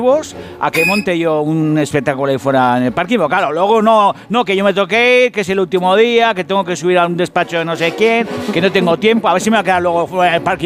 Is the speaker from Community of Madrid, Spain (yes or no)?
no; Basque Country, Spain